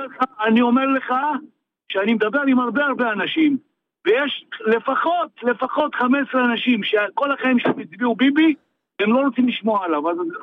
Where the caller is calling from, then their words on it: Yavne, Central District, Israel; אני גר ביבנה